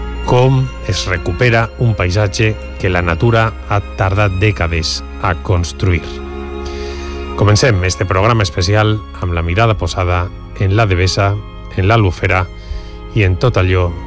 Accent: Valencian Community, Spain

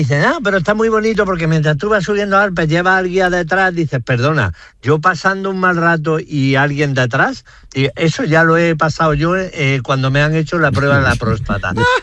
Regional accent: Jaén, Andalusia, Spain; bueno, no soy políglota, soy de Jaén, pero que... es malo este.

